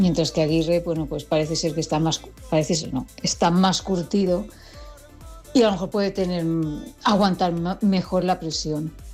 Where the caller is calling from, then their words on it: Segorbe, Valencian Community, Spain; de Segorbe.